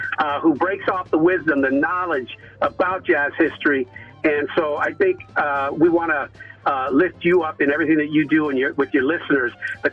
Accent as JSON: {"language": "English", "town": "Oberlin", "region": "Ohio", "country": "United States", "tie": "born or raised there", "moved": "yes", "lives_now": "Los Angeles, United States", "said": "I grew up in a small music town called Oberlin, Ohio."}